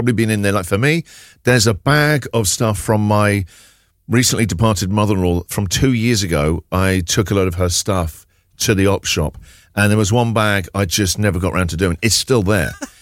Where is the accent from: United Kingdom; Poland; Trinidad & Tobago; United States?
United Kingdom; England; Just because I'm English doesn't mean I know about antiques.